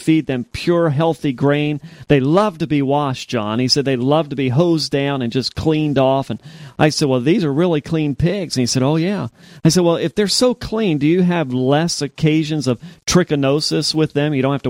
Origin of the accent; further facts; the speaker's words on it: Louisiana, United States; Especially like me, I grew up in Louisiana. We ate a lot of things that came out of the water.